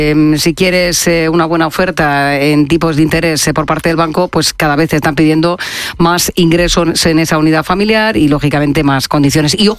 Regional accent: Region of Murcia, Spain; desde mi tierra querida, desde Murcia, en Jumilla

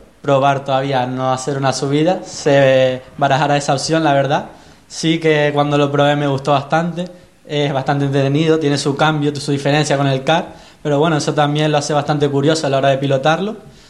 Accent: Spain; Fernando Alonso, Carlos Sainz, siendo españoles, sientes una mayor relación con ellos.

